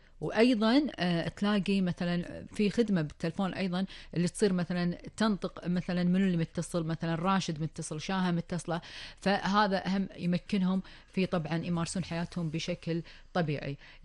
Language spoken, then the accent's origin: Arabic; Kuwait; ديرتنا الحبيبة الكويت